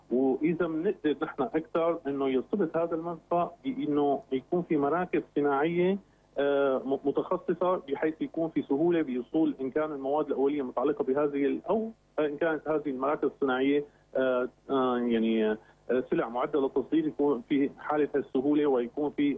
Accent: Syria

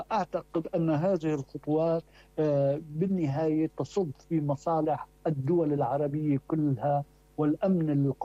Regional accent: Lebanon; يعني أنا كلبناني

